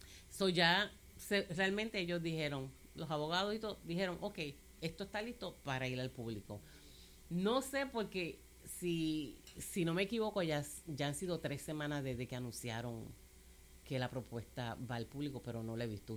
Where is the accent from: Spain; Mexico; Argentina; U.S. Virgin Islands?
U.S. Virgin Islands; Pues ellos vienen acá a las Islas Vírgenes y nosotros no le podemos decir a ellos, tú no eres de aquí